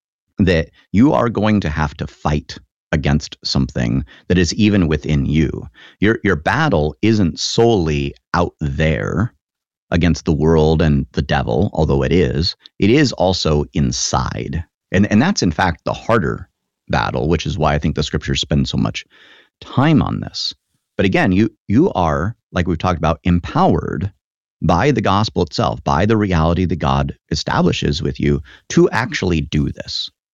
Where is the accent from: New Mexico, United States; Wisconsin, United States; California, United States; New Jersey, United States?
New Mexico, United States; now in Midwest, United States; So, I'm not a Midwesterner by birth or anything. I'm from New Mexico originally. But having been in the Midwest for a while